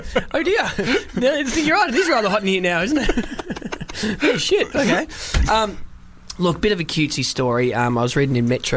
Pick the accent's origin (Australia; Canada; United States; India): Australia; I've always been a massive Liverpool fan, and we see even growing up in Australia